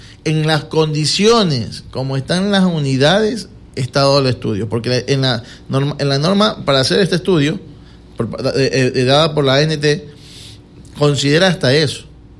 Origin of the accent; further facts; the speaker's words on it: Quevedo, Los Ríos, Ecuador; también somos de Quevedo